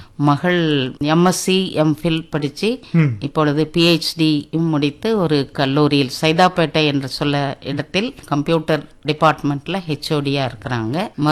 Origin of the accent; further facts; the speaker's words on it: India; also born or lived in Nuwara Eliya District, Sri Lanka; சிலோன்ல, கண்டி டவுன்ல, நூரேலியாங்கிற டிஸ்ட்ரிக்ட்ல பிறந்தேன். 1956 ரிபேட்ரியேட்ஸ் ஆக நாங்கள் இந்தியாவுக்கு திரும்பி வந்தோம்.